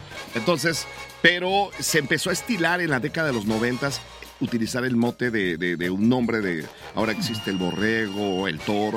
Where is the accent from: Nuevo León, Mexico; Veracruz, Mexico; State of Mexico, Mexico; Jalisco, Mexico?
Veracruz, Mexico; Perote